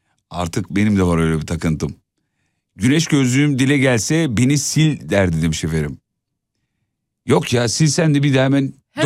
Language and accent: Turkish; İzmit, Kocaeli, Turkey; now in Istanbul, Turkey; ben İzmit'te doğdum büyüdüm. İzmit'te su çeşmeden içilir mesela.